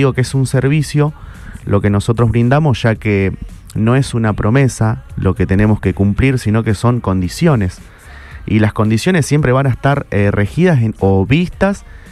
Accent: Entre Ríos, Argentina; now in Rosario, Argentina; nosotros como rosarinos, mira, me adopté porque yo soy Entre Ríos.

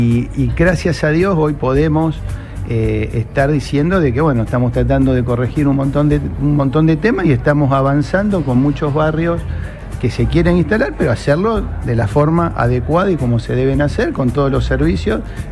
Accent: Roldán, Santa Fe, Argentina; demostramos los santafesinos, porque los roldanenses somos santafesinos también, que somos el motor productivo de la Argentina.

